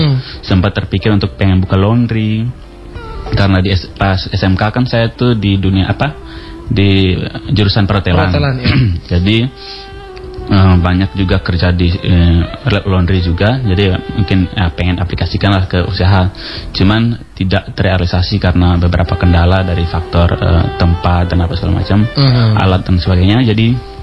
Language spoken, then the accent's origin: Indonesian; Kupang, East Nusa Tenggara, Indonesia; Ya kalau kita orang Kupang, kalau Pu itu kepunyaan.